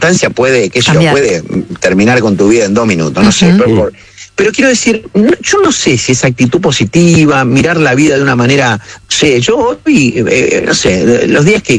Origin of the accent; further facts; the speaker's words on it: Córdoba, Argentina; born there; En la ciudad de Córdoba.